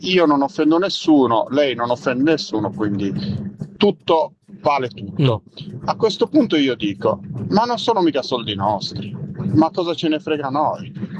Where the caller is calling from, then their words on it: Candiolo, Piedmont, Italy; da Candiolo